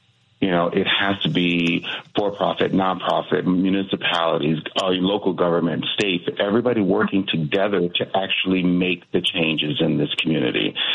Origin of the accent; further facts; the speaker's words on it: Ford Heights, Illinois, United States; I am a native of Ford Heights, born and raised in Ford Heights, went to all of the schools in Ford Heights.